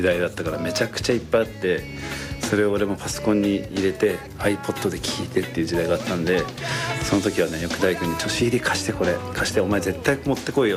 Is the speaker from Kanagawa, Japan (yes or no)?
yes; Chigasaki, Kanagawa, Japan; 僕の地元茅ヶ崎